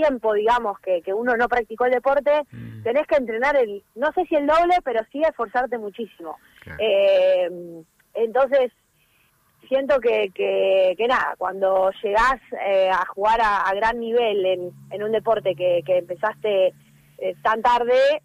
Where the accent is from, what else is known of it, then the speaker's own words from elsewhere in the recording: Rawson, Chubut, Argentina; moved away as an adult; also born or lived in La Falda, Córdoba; now in Buenos Aires, Argentina; soy nacida en La Falda, en Córdoba, pero sí, me crié la vida en Rawson.